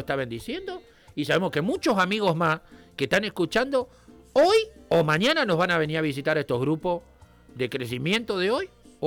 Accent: Argentina

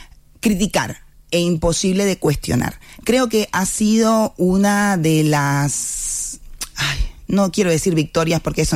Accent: Moa, Holguín, Cuba; Pero mi ciudad natal era Moa.

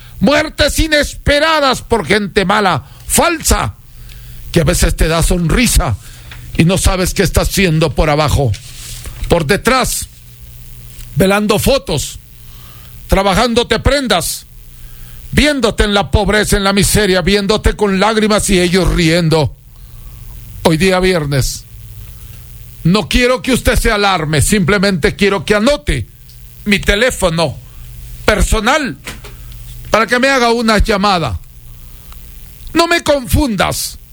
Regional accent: Huancabamba, Piura, Peru; now in Ecuador; que yo estoy formado por mis abuelos, por mis padres, por mis ancestros, el chamanismo de mi tierra natal del Perú, de Huancabamba. Tengo conocimiento andino para servir al mundo

